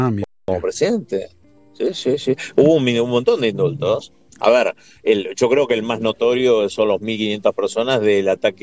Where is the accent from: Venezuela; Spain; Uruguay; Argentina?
Argentina; Mira, obviamente yo como argentino